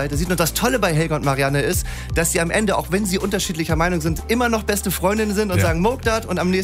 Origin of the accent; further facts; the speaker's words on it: Wesselburen, Schleswig-Holstein, Germany; Ich komme aus Westerburen zwischen Büsum und St. Peter-Ording oben.